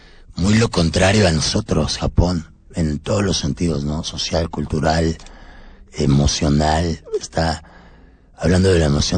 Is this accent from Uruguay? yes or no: no; Mexico